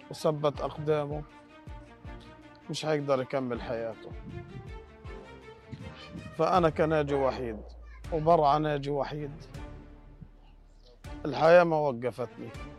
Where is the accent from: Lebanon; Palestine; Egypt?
Palestine; إحنا كفلسطينيين عنا العزيمة وعنا القوة إنه نرجع نبدأ حياتنا من جديد